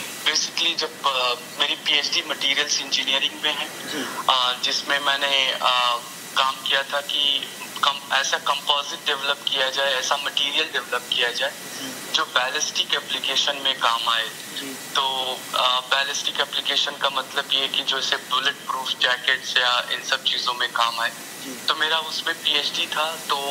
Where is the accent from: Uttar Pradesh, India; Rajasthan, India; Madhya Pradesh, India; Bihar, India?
Uttar Pradesh, India; Gorakhpur; moved away as an adult; now in Melbourne, Australia; मैं बेसिकली गोरखपुर का रहने वाला हूँ, जो उत्तर प्रदेश का पूर्वी क्षेत्र है